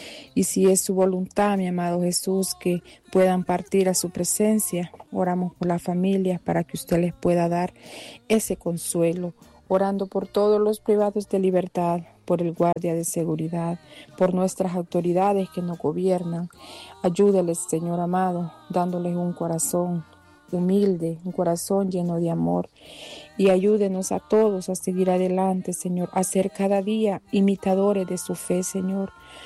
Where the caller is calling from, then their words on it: Playitas, Comayagua, Honduras; Aquí en Playita Comayagua … le estoy escuchando.